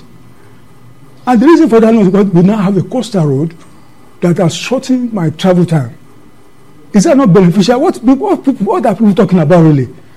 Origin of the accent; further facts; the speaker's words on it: Nigeria; I'm a Nigerian.